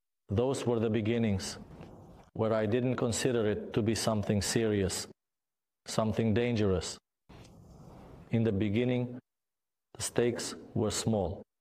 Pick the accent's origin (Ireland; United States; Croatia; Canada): Croatia; Zagreb, City of Zagreb; moved away as an adult; now in Herzegovina, Bosnia and Herzegovina; for many years, I grew up and lived in Zagreb.